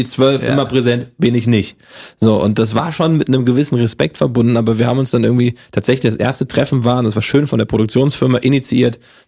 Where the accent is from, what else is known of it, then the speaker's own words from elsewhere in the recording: Gießen, Hesse, Germany; Ich komme ja halt aus dem Hip-Hop und Gießen und Hip-Hop um diese Szene.